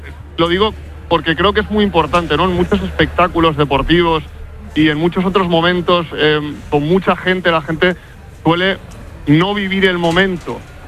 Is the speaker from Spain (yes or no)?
yes; Barcelona, Catalonia, Spain; me siento muy orgulloso de ser de Barcelona, de haber vivido muchos años en este barrio de Barcelona